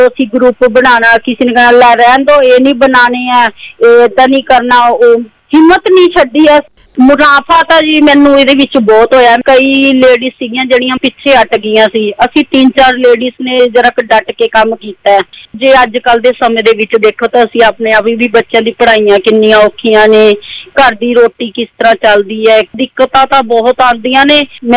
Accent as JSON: {"language": "Punjabi", "town": "Chandpur Bela", "region": "Punjab", "country": "India", "tie": "born or raised there", "said": "ਮੇਰਾ ਪਿੰਡ ਚੰਦਪੁਰ ਬੇਲਾ, ਜਿਹੜਾ ਆਨੰਦਪੁਰ ਸਾਹਿਬ ਹੈ।"}